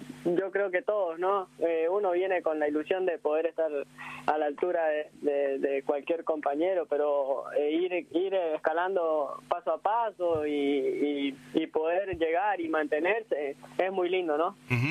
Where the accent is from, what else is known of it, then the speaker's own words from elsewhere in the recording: Tunuyán, Mendoza, Argentina; also born or lived in San Juan; yo de Tunuyán, a 100 kilómetros de la provincia de Mendoza, capital. Y nada, sí, pero yo sinceramente por parte de mi papá anduve por todos lados, estuve en San Juan